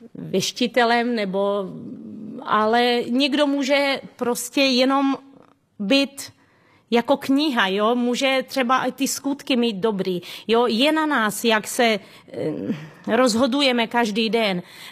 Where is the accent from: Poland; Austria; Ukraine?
Ukraine; jsem původem z Ukrajiny a chtěla bych vám říct o svých zážitcích